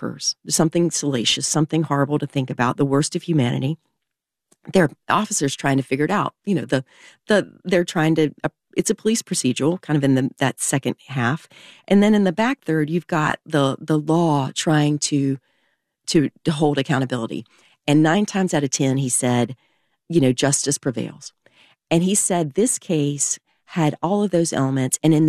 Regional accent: the South, United States; I was bound and determined as a Southerner myself

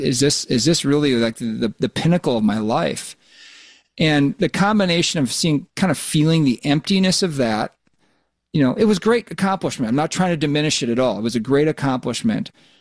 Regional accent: Minnesota, United States; born or raised there

